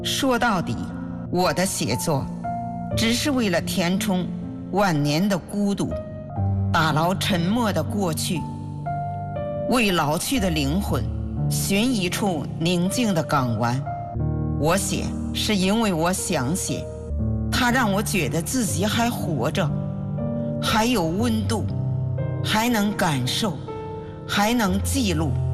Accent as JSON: {"language": "Chinese", "town": "Tangshan", "region": "Hebei", "country": "China", "tie": "born or raised there", "moved": "yes", "said": "1955年我出生在唐山市滦南县的一个小村庄，因为先天不足，从小体弱多病。"}